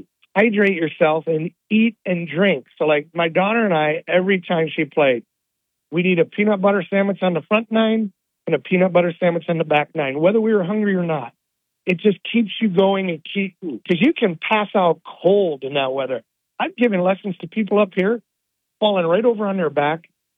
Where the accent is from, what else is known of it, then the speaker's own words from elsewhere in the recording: Florida, United States; So I'm from Florida. I'm not going to say it's easy for me, but I'm kind of used to that.